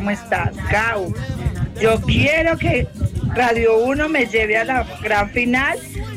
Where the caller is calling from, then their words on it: Santa Rita, Antioquia, Colombia; vivo en el barrio Santa Rita.